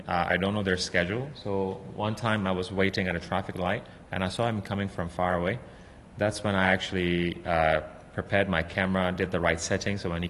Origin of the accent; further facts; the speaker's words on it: Hong Kong; I was born and bred here. I've seen Hong Kong transform from the 80s until now.